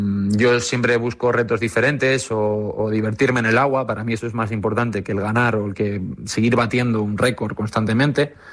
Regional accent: Fuerteventura, Canary Islands, Spain; Me crio en Fuerteventura, aunque mi acento no lo indica así, yo me crio en Fuerteventura, entonces vivimos la crisis de los cayucos.

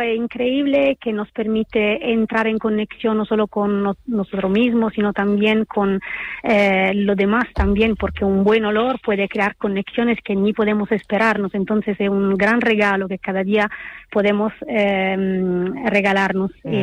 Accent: Italy; yo soy de origen italiana

